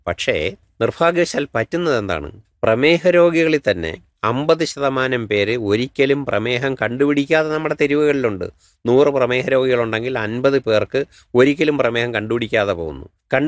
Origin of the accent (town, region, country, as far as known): Kerala, India